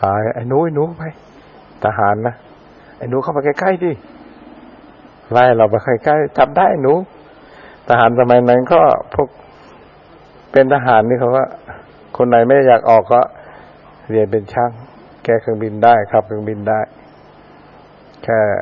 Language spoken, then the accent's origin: Thai; Suphan Buri, Thailand; ตอนนั้นก็อายุประมาณ10ขวบมั้งมาจากสุพรรณก็ล่องเรือมาพักที่บางกอก